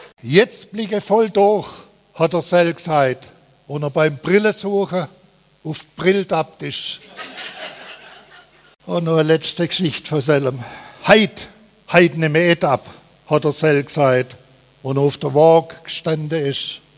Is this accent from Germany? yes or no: yes; Sindelfingen, Baden-Württemberg, Germany; Käsereiter ist der Neckname für die Sendelfinger. Und ich bin ein gebürtiger Sendelfinger. Ich bin also auch ein gebürtiger Käsereiter.